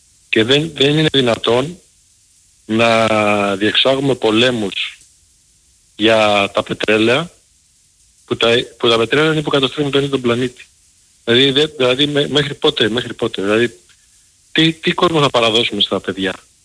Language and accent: Greek; Patras, Western Greece, Greece; now in Chicago, United States; Έτυχε πέρυσι και ήμουν στην Ελλάδα, ήμουν στο χωριό μου στην Πάτρα